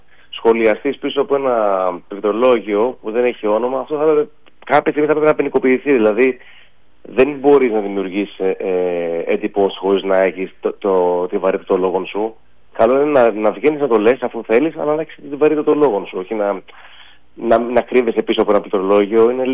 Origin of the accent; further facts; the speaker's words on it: Patras, Western Greece, Greece; όπως είμαστε τυχεροί ως πατρινός και εγώ να έχουμε αυτό το χώρο στην πόλη μας